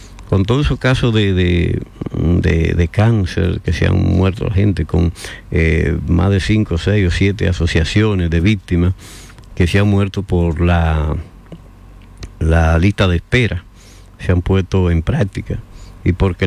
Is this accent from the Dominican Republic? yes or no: yes; Dominican Republic; mi país, en República Dominicana